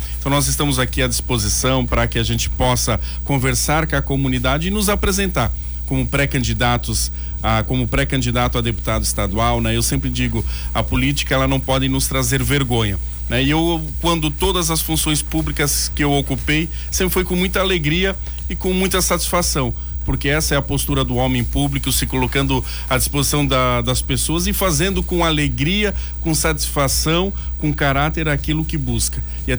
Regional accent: Timbó, Santa Catarina, Brazil; Fui vereador em Timbó, né? Na minha cidade natal, sou natural de Timbó, fui vereador lá aos 22 anos de idade

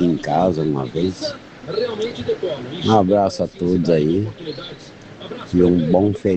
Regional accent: Chapecó, Santa Catarina, Brazil; Eu nasci e me criei aqui em Chapecó.

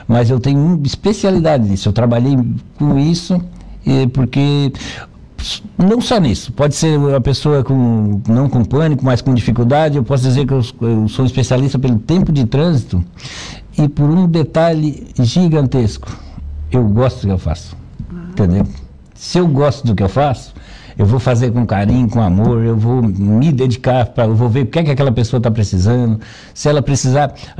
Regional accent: Balneário Arroio do Silva, Santa Catarina, Brazil; also born or lived in Criciúma; A única vez que eu saí do Arroio de Silva, eu fui morar em Criciúma.

